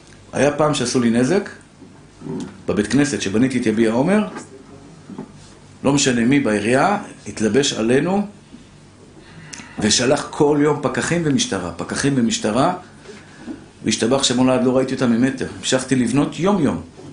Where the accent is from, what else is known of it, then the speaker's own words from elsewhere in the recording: Tel Aviv, Tel Aviv District, Israel; born there; שנולדתי בשכונת התקווה